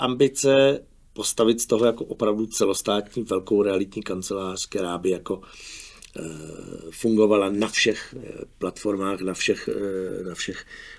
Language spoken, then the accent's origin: Czech; Brno, South Moravian Region, Czechia; jsou sami šikovní lidi, já jsem z Brna